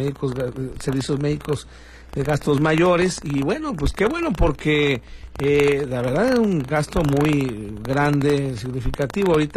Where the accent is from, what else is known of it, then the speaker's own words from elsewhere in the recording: Acapulco, Guerrero, Mexico; pues nosotros somos de acá, y entonces pues yo iba y venía, teníamos la familia, teníamos los amigos, el corazón acá.